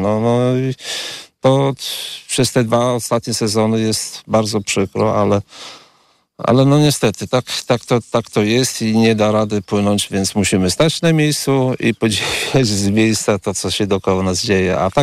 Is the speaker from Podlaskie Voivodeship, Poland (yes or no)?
yes; Wizna, Podlaskie Voivodeship, Poland; Tak, jestem z Wizny i tutaj jestem rolnikiem.